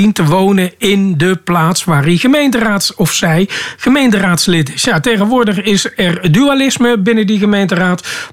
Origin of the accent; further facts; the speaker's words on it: Uden, North Brabant, Netherlands; de gemeente waar ik vandaan kom, Maashorst, Uden.